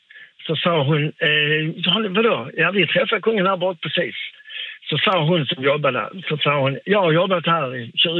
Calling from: Malmö, Skåne, Sweden; vi är från Malmö

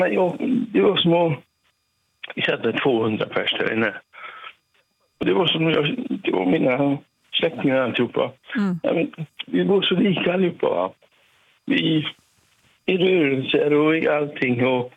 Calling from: Brösta, Västra Götaland County, Sweden

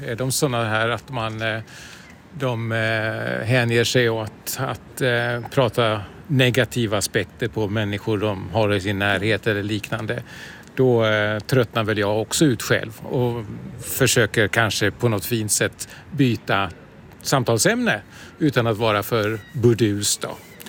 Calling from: Sweden

